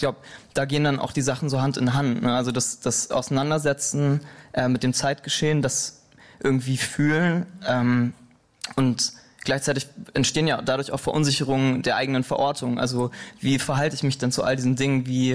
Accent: Soest, North Rhine-Westphalia, Germany; moved away as an adult; also born or lived in Lemgo / Ludwigsburg; now in Berlin, Germany; Ich komme eigentlich aus Soest, habe dann viel Zeit in Lemgo verbracht, habe da studiert und dann in Ludwigsburg zuletzt an der Filmakademie und bin vor dreieinhalb nach Berlin.

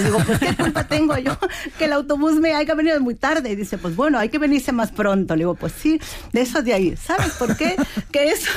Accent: Peru; Soy de Perú.

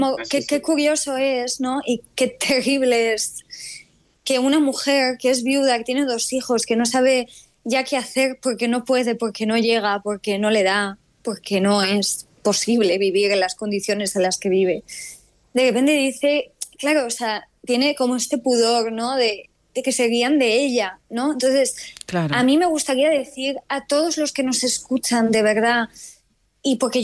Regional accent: Morocco; Spanish is a second language; now in Spain; Los que vivimos en España y somos marroquíes, seguimos atravesando calamidades en materia de extranjería para poder tener las cosas más básicas a muchos niveles.

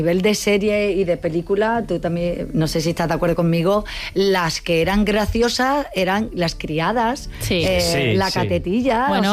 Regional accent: Cádiz, Andalusia, Spain; Yo como buena gaditana

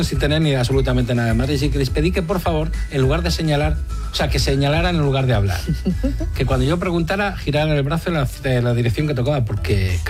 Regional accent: Bilbao, Basque Country, Spain; moved away; Porque yo saqué el carnet, me vine a Madrid, de Bilbao, que es una ciudad, o sea, de un pueblo de hecho pequeñito

